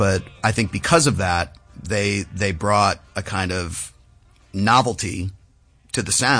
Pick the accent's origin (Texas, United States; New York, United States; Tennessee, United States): New York, United States; New York City; I'm a musician from New York City.